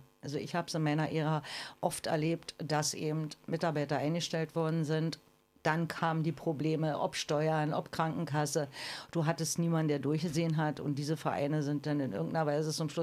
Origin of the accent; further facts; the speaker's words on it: Rathenow, Brandenburg, Germany; komme ich aus dem Havelland, aus Rathenow